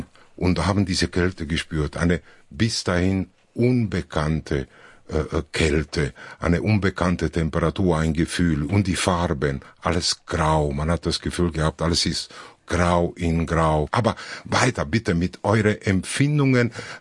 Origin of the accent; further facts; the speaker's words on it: Italy; mich einfach besser in Deutschland und kriege die aus dieser Geschichte auch heraus, obwohl ich mich noch als Italiener fühlen darf.